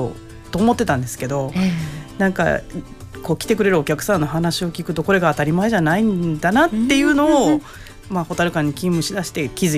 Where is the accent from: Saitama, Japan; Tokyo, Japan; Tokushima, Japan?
Tokushima, Japan; Yoshinogawa; 生まれ育ちも吉野ヶ市山川町というところでして、はい、隣三郷に勤務するという、すごく近くで生活をしております。